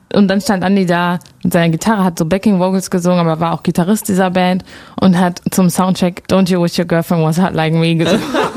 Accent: North Rhine-Westphalia, Germany

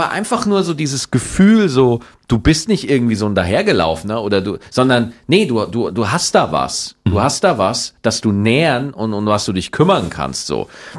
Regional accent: Schwarzach, Bavaria, Germany; Also ich bin in Schwarzach zur Schule gegangen, also es ist wirklich ein bayerisches.

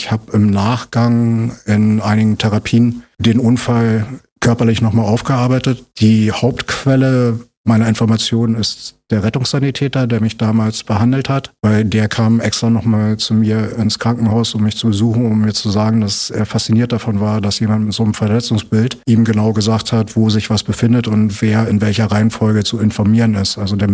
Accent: Fehrbellin, Brandenburg, Germany; Ja, also ich bin in Neuruppin geboren und habe meine ganze Kindheit aber in Färbelin verbracht bis zur Weiterführung.

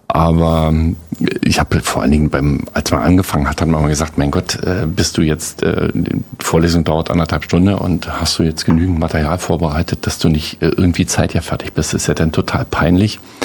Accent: Brandenburg, Germany; also born or lived in Lower Bavaria; wenn man als Brandenburger nach Niederbayern kommt, wird man ein bisschen komisch angeguckt. Das ist mir vor allem aufgefallen, als ich die Lohnsteuerkarte ausgefüllt habe und da stand dann Evangelie drin und das ist in Niederbayern doch eher unüblich.

